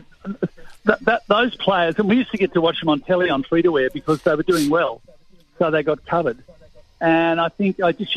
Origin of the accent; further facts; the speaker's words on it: Sydney, New South Wales, Australia; Look, I grew up in Sydney. I went to uni in Canberra at the ANU.